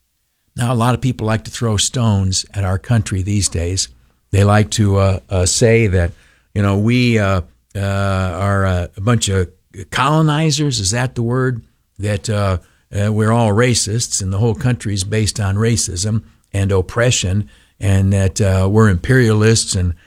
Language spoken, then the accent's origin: English; United States